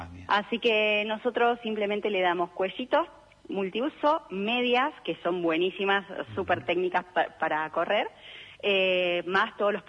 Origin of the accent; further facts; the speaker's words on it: Ushuaia, Tierra del Fuego, Argentina; Después hice esquí alpino porque nací y viví muchos años en Ushuaia.